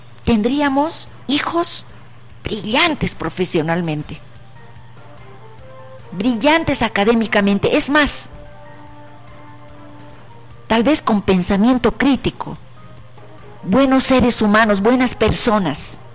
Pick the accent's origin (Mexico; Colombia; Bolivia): Bolivia; nosotros primero somos bolivianos. Antes de ser cruceños, alteños, paceños, somos bolivianos.